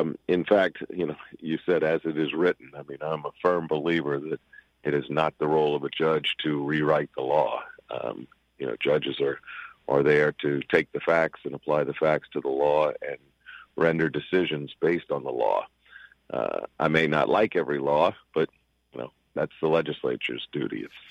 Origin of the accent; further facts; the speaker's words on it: Jefferson Parish, Louisiana, United States; I born and raised in Jefferson. Went to St. Catherine of Siena as a kid. Played ball at Metairie Playground, or I guess it's Pontiff these days, but we called it Metairie in our day. Went on to Jesuit High